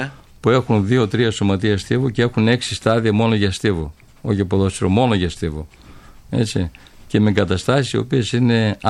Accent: Trikala, Thessaly, Greece; Θα χειρόμουν σαν Τρικαλινός.

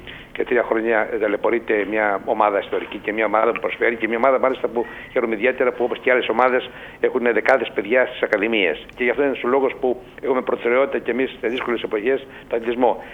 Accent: Lafki, Ionian Islands, Greece; το χωριό μου το λάφκι

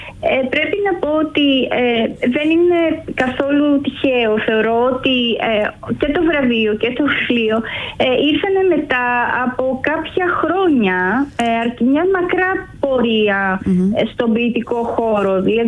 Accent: Xanthi, Eastern Macedonia and Thrace, Greece; born or raised there; also born or lived in Komotini / Alexandroupoli

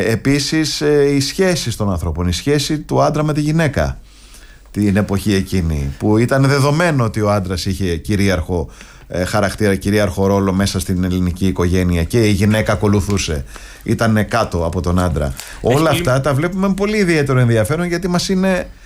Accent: Greece; ως Έλληνες

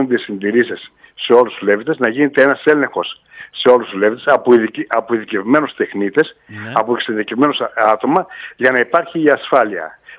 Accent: Greece; σαν Έλληνες

